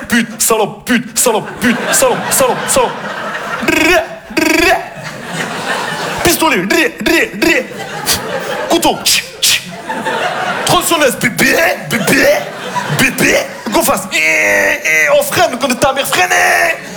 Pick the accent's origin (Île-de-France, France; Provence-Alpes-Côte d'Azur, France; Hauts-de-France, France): Provence-Alpes-Côte d'Azur, France; Marseille